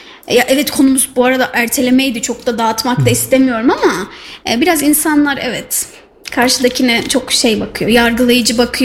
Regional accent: Kayseri, Turkey; now in Ankara, Turkey; sen Ankara'da yaşıyorsun, sen orada mutlu olabilirsin ama doğduğum, büyüdüğüm şehir belki Kayseri bana çok iyi geliyor.

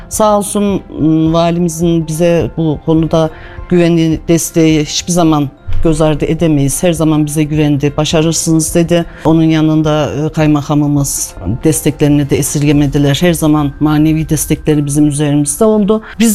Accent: Kayseri, Turkey; Ben doğma büyüme Başakpınarlıyım mesela.

